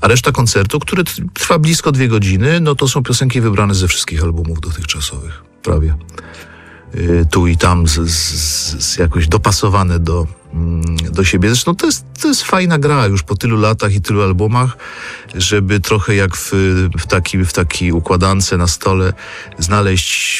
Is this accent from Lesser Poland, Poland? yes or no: yes; Kraków, Lesser Poland, Poland; przyznajemy się do tego Krakowa, chociaż już tylko ja i Szczerba jesteśmy z Krakowa w zespole